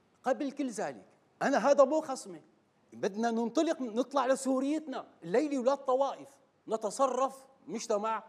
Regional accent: Syria; رحنا إن شاء الله كسوريين بدنا نرفضها.

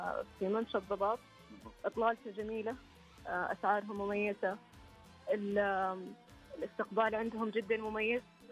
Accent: Abha, Asir, Saudi Arabia; انا من اهل ابها

